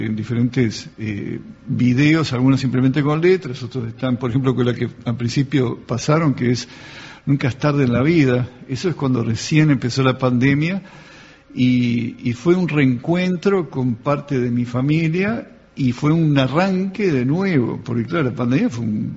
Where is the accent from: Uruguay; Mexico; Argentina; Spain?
Uruguay; todo uruguayo.